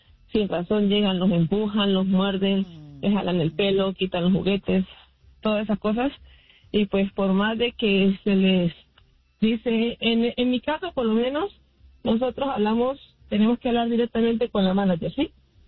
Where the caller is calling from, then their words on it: Utah, United States; Buenos días, estoy bien, en todo Utah.